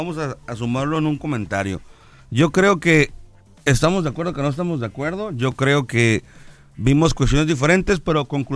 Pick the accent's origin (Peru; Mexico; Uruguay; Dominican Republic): Mexico